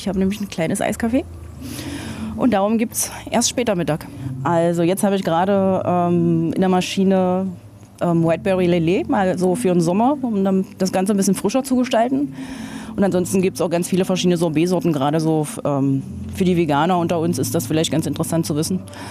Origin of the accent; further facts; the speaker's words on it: Wolmirstedt, Saxony-Anhalt, Germany; Hallöchen … ich komme aus Wolmirstedt.